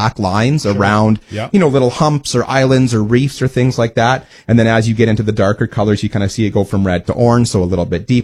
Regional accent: Wawota, Saskatchewan, Canada; one of my first jobs as a kid growing up in Wawota, Saskatchewan. So I grew up in the southeast

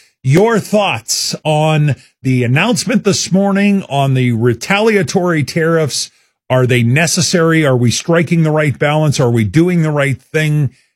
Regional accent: Canada; I'm Canadian. I'm all in. You got me. I'm Canadian.

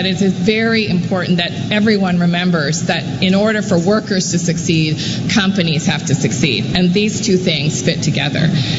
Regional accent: Ontario, Canada; In fact, I'm from Northern Ontario, and I can tell you that we've seen this in softwood lumber and in pulp and paper over many, many years.

